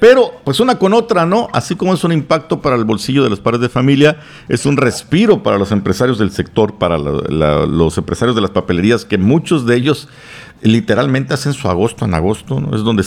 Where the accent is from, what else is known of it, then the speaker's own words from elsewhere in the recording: Mexico; como somos mexicanos, dejamos las cosas al final a veces.